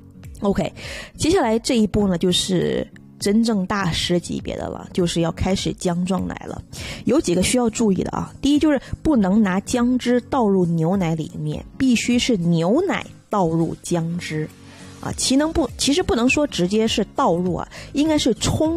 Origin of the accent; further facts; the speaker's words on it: Guangdong, China; 我们广东人